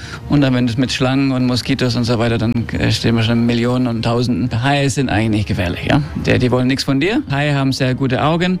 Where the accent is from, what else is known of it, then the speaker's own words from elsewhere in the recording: Ibiza, Balearic Islands, Spain; Genau, ich bin in Ibiza geboren und aufgewachsen. Ich habe noch nie in Deutschland gelebt, aber meine Eltern kamen aus Stuttgart.